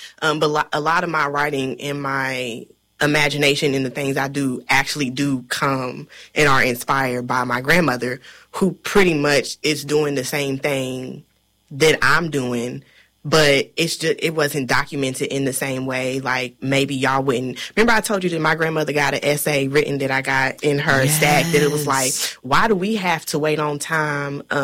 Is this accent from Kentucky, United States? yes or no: yes; Kentucky, United States; I mean, I'm Black from Kentucky. I don't need to go to other places to experience